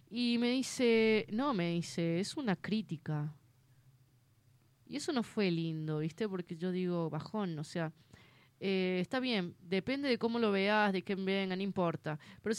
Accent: San Luis, Argentina; Bueno, no sé qué acento tendremos, pero somos bien puntanos.

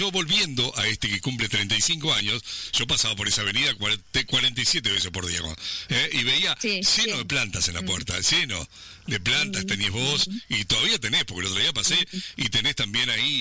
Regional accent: Sauce, Canelones, Uruguay; moved away

